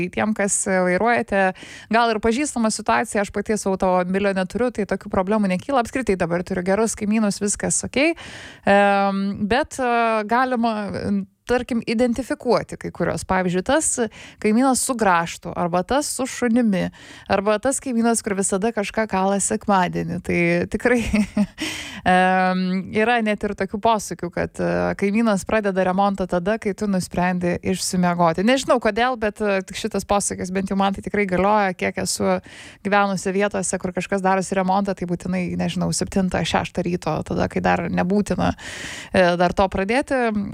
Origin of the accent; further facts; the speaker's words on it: Vilnius, Vilnius County, Lithuania; Aš pati irgi esu daugelį vietų pakeitus, nors šiaip esu Vilnietė, bet tiesiog visur skirtingose vietose norėjau pagyventi